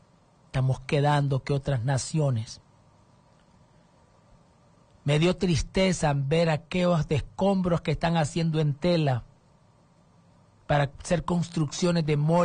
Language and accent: Spanish; Honduras; Mi pueblo, soy hondureño. Soy catracho 100%.